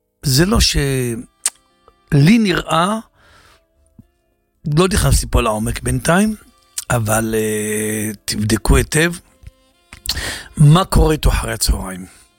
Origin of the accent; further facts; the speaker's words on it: Safed, Northern District, Israel; moved away; הסתכלתי גם שזה עיר מולדתי